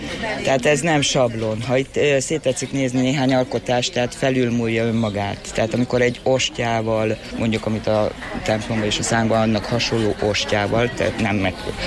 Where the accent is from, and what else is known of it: Hungary; moved away as an adult; now in Netherlands